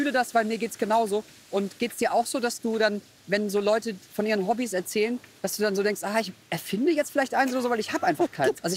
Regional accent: Hamburg, Germany; als Hamburger

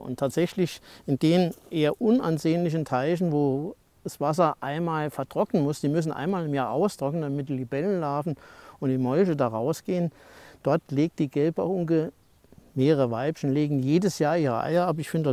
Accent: Saarland, Germany; Das ist die einzige Schmetterlingsart, wo wir bei uns im Saarland eigentlich als Laie auch mal eine Puppe sehen können.

